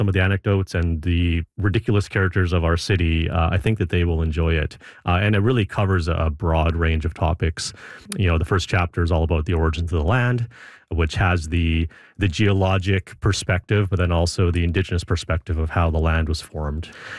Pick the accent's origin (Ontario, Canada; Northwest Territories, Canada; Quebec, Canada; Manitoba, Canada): Northwest Territories, Canada; Yellowknife; I'm born and raised in Yellowknife.